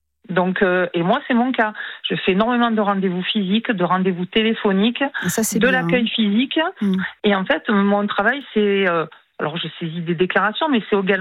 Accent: Provence-Alpes-Côte d'Azur, France; accent: Southern French

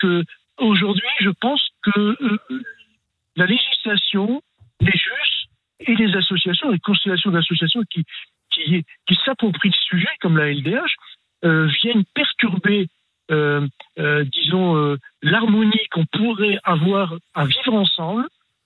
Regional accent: Tourcoing, Hauts-de-France, France; born there; À quelques mois près, à Tourcoing.

